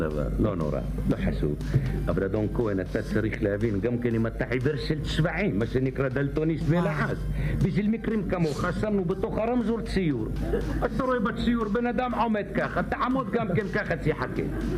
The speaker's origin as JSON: {"language": "Hebrew", "town": "Jerusalem", "region": "Jerusalem District", "country": "Israel", "tie": "born or raised there", "accent": "Mizrahi", "said": "דור רביעי בירושלים. ואני זוכר שבכיתה שלי הייתי אני ועוד ילד אחד, האשכנזים היחידים. באופן טבעי פיתחנו מבטא מזרחי, כדי לא להיות שונים מיתר הילדים"}